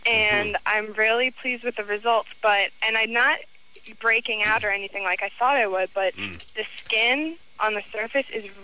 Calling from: Maryland, United States; I'm from Maryland

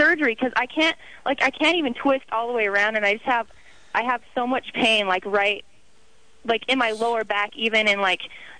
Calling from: Arizona, United States; I'm from Arizona, and we don't have like a lot of trees out there. We have flat land and cacti and stuff.

